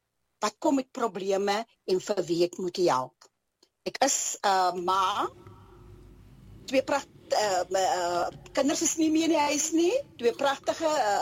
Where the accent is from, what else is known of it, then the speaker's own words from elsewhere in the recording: Mossel Bay, Western Cape, South Africa; ek het groot geword in Apollestraat, ek is 'n gebore Mossebaaier, en dan het ek ook, my laerskool was ook net die straat bokant my gewees in hierdie selfde wijk waar ek my laerskool gedoen